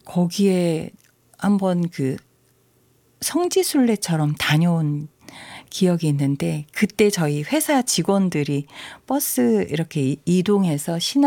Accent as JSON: {"language": "Korean", "town": "Chuncheon", "region": "Gangwon", "country": "South Korea", "tie": "born or raised there", "said": "제가 이제 고향이 강원도 춘천인데"}